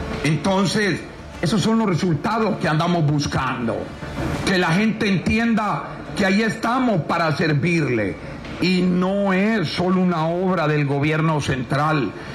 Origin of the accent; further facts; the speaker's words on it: Honduras; Aquí todos somos hondureños